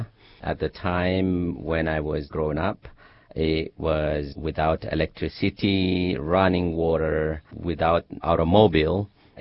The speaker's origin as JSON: {"language": "English", "region": "Sidama", "country": "Ethiopia", "first_language": "Sidama", "second_language": "English", "said": "in the Sidaminya, which is my mother tongue language"}